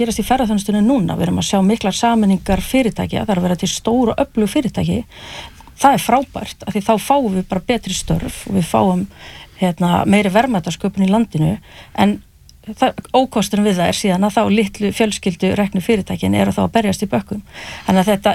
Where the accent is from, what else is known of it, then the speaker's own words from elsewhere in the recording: Hrísey, Northeastern Region, Iceland; ég brólst upp í Hrísu og horfði á sjávarútveginn þar hrynja